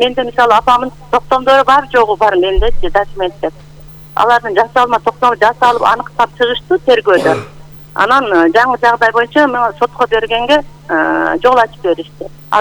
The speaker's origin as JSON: {"language": "Kyrgyz", "town": "Kenesh", "region": "Osh Region", "country": "Kyrgyzstan", "tie": "born or raised there", "said": "Ош облусу Карасу району Салай айылы өкмөтүнүн Кеңеш айылынын тургуну болом. Мен 1966 жылы 28 августта туулганмын ошол жерде."}